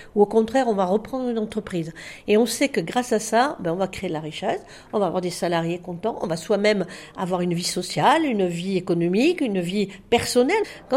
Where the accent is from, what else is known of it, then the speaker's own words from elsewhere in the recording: France; chez nous en France